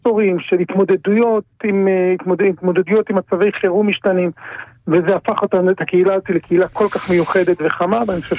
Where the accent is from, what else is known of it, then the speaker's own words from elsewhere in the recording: Kiryat Shmona, Northern District, Israel; גדלתי בקריית שמונה